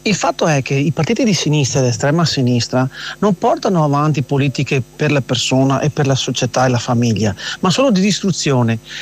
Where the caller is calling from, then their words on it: Padua, Veneto, Italy; da Padova.